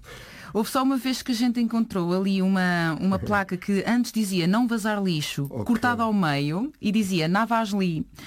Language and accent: Portuguese; Cadaval, Centro, Portugal; Sou da aldeia do Vilar, no concelho do Cadaval